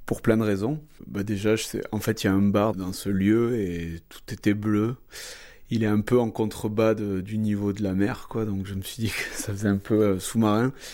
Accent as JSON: {"language": "French", "town": "Toulouse", "region": "Occitanie", "country": "France", "tie": "born or raised there", "moved": "as an adult", "lives_now": "Rabastens, France", "said": "Moi, je suis né à Toulouse. J'ai toujours grandi à Toulouse. J'ai vécu à Toulouse."}